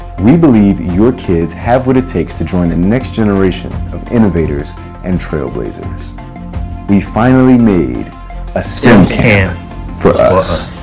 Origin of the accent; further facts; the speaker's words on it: Chicago, Illinois, United States; I'm from the South Side of Chicago, and I host science TV shows.